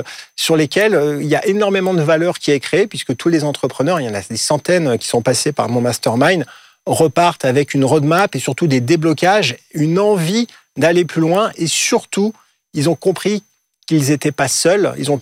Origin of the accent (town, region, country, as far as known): France